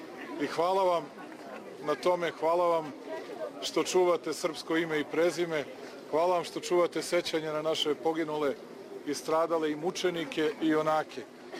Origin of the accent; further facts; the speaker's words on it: Belgrade, Serbia; born there; rođen sam ja u Beogradu i otac mi je u Srbiji rođen. Ali vučemo korene odavde